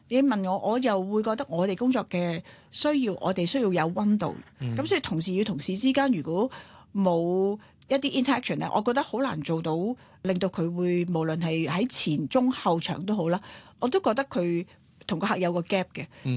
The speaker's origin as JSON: {"language": "Cantonese", "country": "Hong Kong", "said": "我哋香港人"}